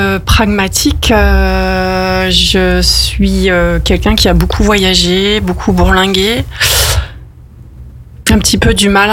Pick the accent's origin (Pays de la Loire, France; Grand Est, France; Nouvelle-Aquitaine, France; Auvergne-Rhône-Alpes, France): Auvergne-Rhône-Alpes, France; born there; je suis savoyarde de naissance.